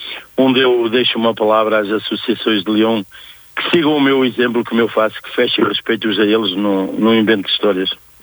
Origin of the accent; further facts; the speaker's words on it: Mira, Centro, Portugal; born there; eu sou, nasci em Mira, em Seixo de Mira, Cabeças Verdes, mas nasci na Valeira, não sou, sou do centro, não sou minhoto nem transmontano, e não tenham nada em contra mim por eu não ser minhoto, porque eu sou de Aveiro